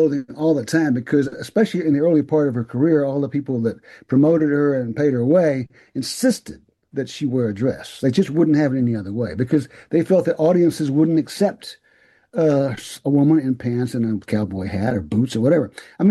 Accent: Alabama, United States; moved away; also born or lived in Hudson County, New Jersey; I am from Alabama.

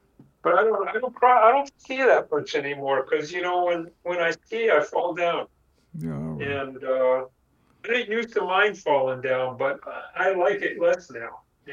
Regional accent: New York, United States; born or raised there

